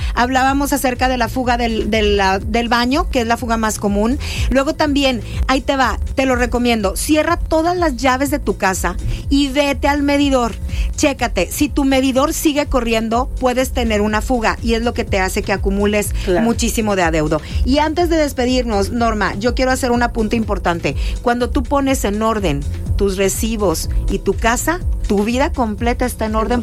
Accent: Mexico; así somos los mexicanos

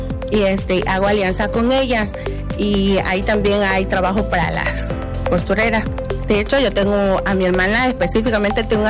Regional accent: Tamulte de las Sabanas, Tabasco, Mexico; Y yo vengo desde Tamulte de las Sabanas y bueno, allá por ejemplo cuando dicen tiras bordadas, todo el mundo se va a la Cajuca, y la verdad pues también en Tamulte somos zona Yocotán.

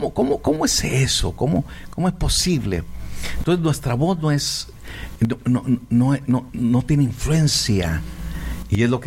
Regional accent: Ciudad Juárez, Chihuahua, Mexico; born there; Yo soy de Ciudad Juárez, Chihuahua, nacido en Chihuahua

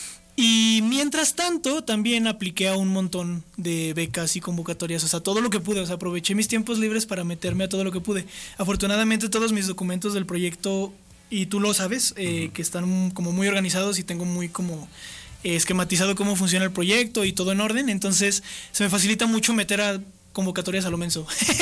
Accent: Fresnillo, Zacatecas, Mexico; moved away as an adult; yo soy de Fresnillo, Zacatecas, entonces soy foráneo

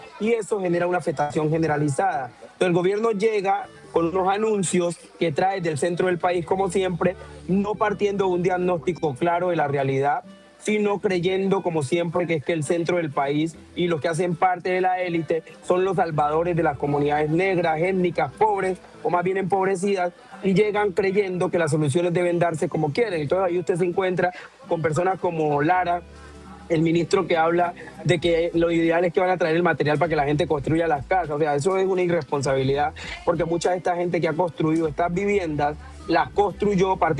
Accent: Buenaventura, Valle del Cauca, Colombia; desde Buenaventura, mi tierra querida

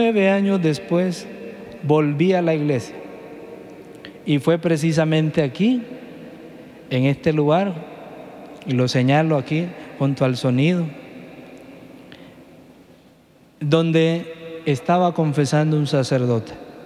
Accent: Agua Caliente de Linaca, Choluteca, Honduras; now in Tegucigalpa, Honduras; Primero mis hermanos mayores en mi pueblo, Agua Caliente de Linaca, Choluteca. El estudio solo llegaba hasta el 7º grado.

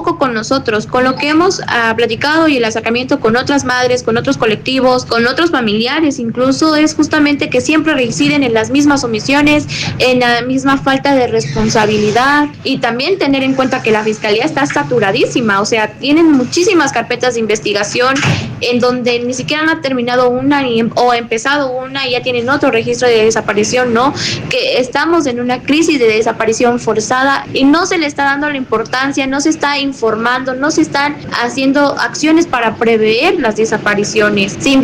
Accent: San Cristóbal de las Casas, Chiapas, Mexico; muchos somos de San Cristóbal

